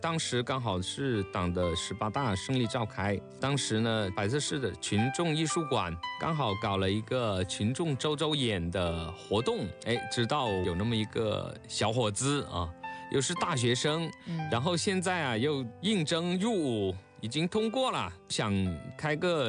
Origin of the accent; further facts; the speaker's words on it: Tianlin, Guangxi, China; 第二年我就回到了我的家乡田林，就一步一步的从乡里面选，再到县里面一步一步的体检